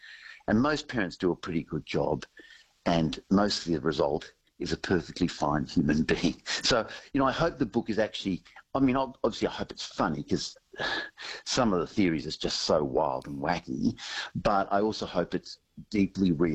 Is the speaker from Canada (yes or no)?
no; Papua New Guinea; And I grew up in Papua New Guinea